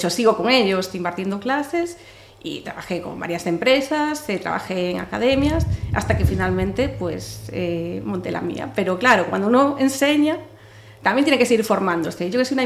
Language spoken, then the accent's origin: Spanish; Narón, Galicia, Spain; Yo soy de Narón.